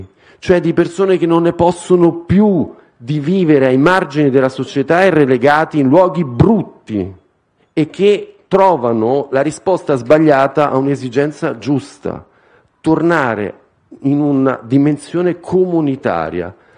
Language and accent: Italian; Rome, Lazio, Italy; vi parlo da romano